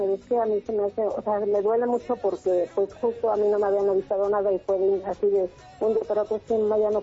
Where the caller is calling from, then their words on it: Mexico City, Mexico; De aquí, de Cuajimalpa.